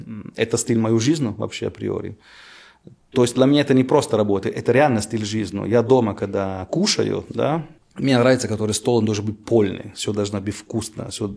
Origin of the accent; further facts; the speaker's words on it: Italy; Russian is a second language; moved away as an adult; now in Russia; Я, как итальянец, когда пришел здесь